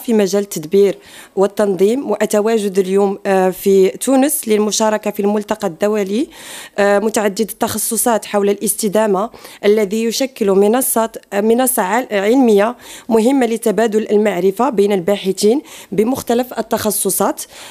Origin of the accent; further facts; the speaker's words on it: Marrakesh, Marrakesh-Safi, Morocco; وهي الأكلة المشهورة يعني عندنا في مراكش.